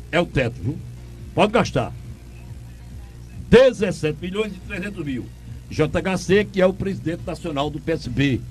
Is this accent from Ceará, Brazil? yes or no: no; Altinho, Pernambuco, Brazil; born there; now in Toritama, Brazil; da minha terra, onde minha mãe me pariu, Altinho